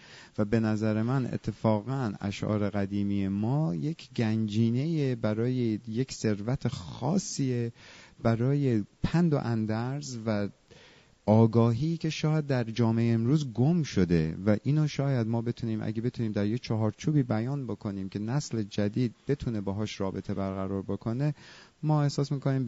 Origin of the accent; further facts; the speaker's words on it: Iran; moved away; از ایران هستیم